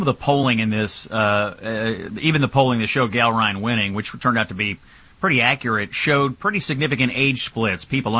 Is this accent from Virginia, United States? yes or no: no; Kentucky, United States; I guess I'll start here in my home state of Kentucky.